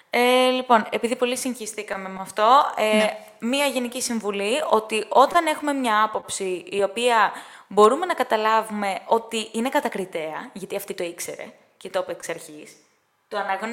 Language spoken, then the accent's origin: Greek; Greece; ούτε εμείς είμαστε Έλληνες Έλληνες, είμαστε τουρκόσποροι.